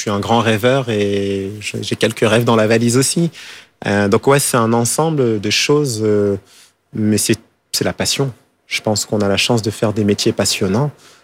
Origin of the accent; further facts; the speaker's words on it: Île-de-France, France; also born or lived in Paris; je suis né à Paris, 18e, mais j'ai grandi en banlieue.